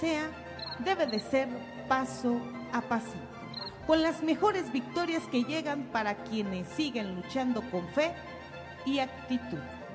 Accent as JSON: {"language": "Spanish", "country": "Mexico", "said": "ayer el triunfo de México como mexicanos."}